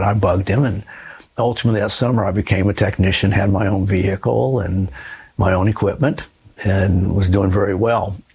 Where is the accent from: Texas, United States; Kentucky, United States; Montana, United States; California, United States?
California, United States; born there; And so I was born in Southern California.